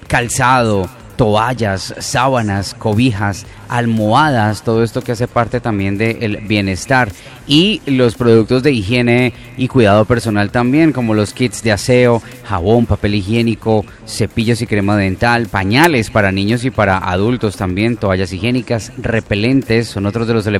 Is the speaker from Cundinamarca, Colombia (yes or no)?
no; Cali, Valle del Cauca, Colombia; Somos pues los caleños